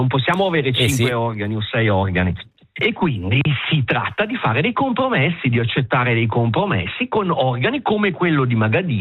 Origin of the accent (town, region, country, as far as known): Ticino, Switzerland